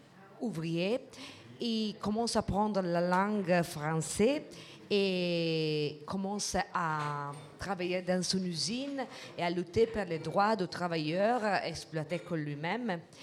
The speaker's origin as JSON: {"language": "French", "country": "Italy", "second_language": "French", "said": "Alors, je ne parle pas trop bien le français. Excusez-moi, je suis italienne."}